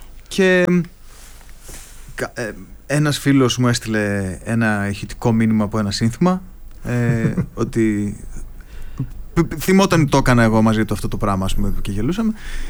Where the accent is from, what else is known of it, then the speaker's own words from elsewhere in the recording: Xanthi, Eastern Macedonia and Thrace, Greece; Και εγώ μεγαλώνοντας στην Ξάνθη